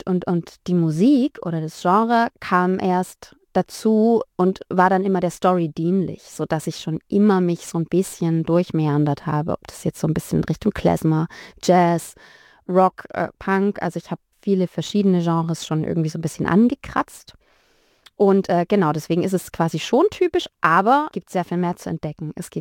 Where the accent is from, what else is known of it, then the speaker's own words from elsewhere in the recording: Heilbronn, Baden-Württemberg, Germany; born there; moved away as an adult; also born or lived in Thuringia / Tübingen; Also ich bin geboren in Thüringen, bin dann so kurz nach der Wende mit meinen Großeltern und meiner Mama ins Schwabenland gezogen, nach Heilbronn. Und bin dann mit Anfang 20, da hatte ich dann selbst schon ein kleines Kind, also ich bin super jung Mama geworden und bin dann nach Tübingen gekommen.